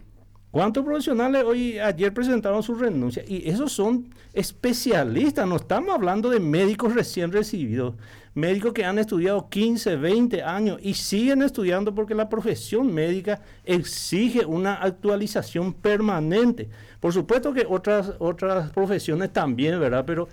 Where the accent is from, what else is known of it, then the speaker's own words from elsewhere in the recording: Paraguay; como ciudadanos paraguayos también que pagamos nuestros impuestos